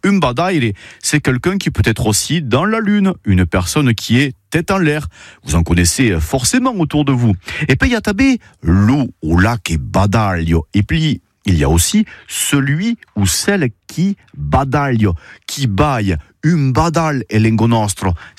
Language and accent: French; Occitanie, France; Chez nous, en Occitanie, bader signifie regarder, être bouche bée.